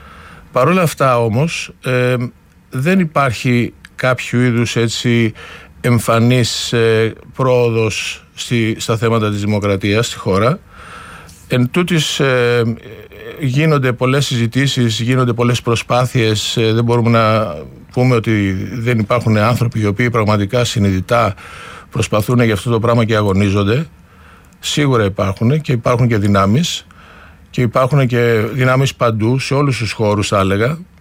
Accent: Greece; moved away as an adult; now in Berlin, Germany; σαν Έλληνας που έχει μεγαλώσει, έχει γεννηθεί εδώ, έχει σπουδάσει εδώ, και αργότερα όμως και από τις εμπειρίες που έχω σαν Έλληνας του εξωτερικού

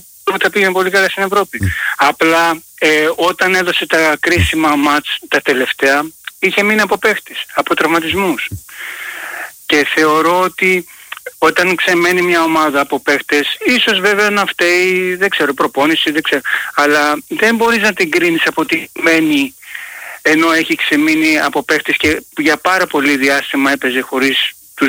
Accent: Kalymnos, South Aegean, Greece; από Κάλυμνο.

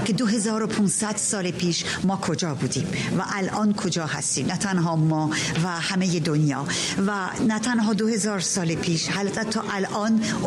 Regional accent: Iran; now in Paris, France; به عنوان یک ایرانی، به عنوان یک شاعر

